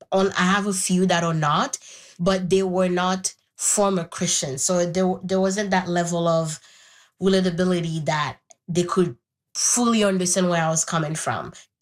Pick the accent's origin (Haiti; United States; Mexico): Haiti; born or raised there; first language Haitian Creole; English is a second language